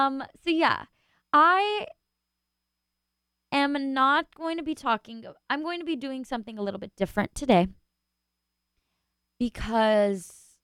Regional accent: California, United States; now in San Francisco, United States; I am from SoCal

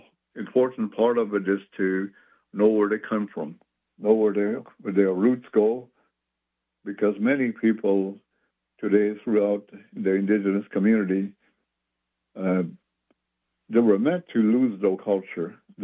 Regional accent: South Dakota, United States; I grew up out here in South Dakota on an Indian reservation.

